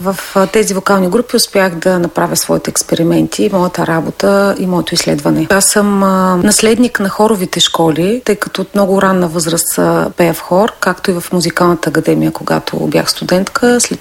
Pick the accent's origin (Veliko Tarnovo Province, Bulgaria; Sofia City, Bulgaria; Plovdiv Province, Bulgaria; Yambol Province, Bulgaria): Veliko Tarnovo Province, Bulgaria; Gorna Oryahovitsa; moved away as an adult; now in Veliko Tarnovo, Bulgaria; Моят път започна в родния ми град Горна Оряховица, в читалище Напредък там и втора година вече се преместих в читалище Искра, Велико Търново